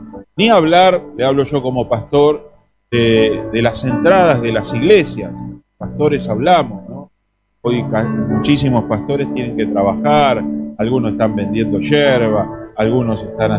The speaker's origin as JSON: {"language": "Spanish", "country": "Argentina", "said": "somos racistas los argentinos"}